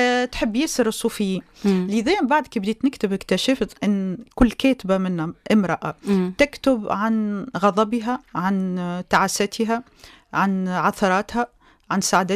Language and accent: Arabic; Tunisia; نحن في تونس